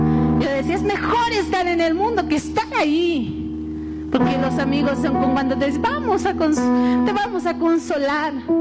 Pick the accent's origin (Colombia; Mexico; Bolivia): Bolivia; pero como bolivianos, ¿qué nos queda? Orar, como cristianos